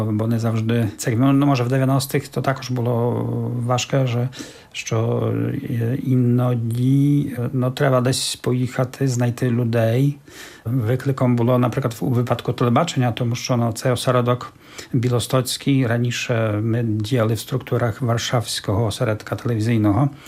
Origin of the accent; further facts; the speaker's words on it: Czeremcha, Podlaskie Voivodeship, Poland; моя рідна Черемха також, бо це також такий сильний центр, ну, але є такі села довкола саме моєї місцевості